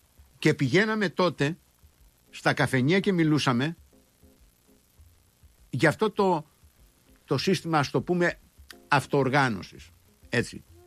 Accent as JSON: {"language": "Greek", "region": "Crete", "country": "Greece", "tie": "born or raised there", "said": "μέχρι που ανακάλυψα ότι έρχονται γιαούρτια στην Αθήνα από το χωριό μου, από το οροπέδιο Λασιθίου."}